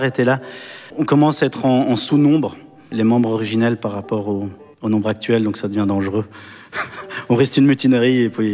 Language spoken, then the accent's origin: French; Belgium; de chez nous, en Belgique